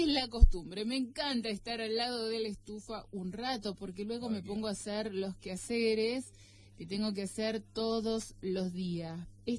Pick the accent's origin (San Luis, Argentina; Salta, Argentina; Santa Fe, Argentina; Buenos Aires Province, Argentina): San Luis, Argentina; Villa Mercedes; Ya estamos en sintonía, somos de Villa Mercedes.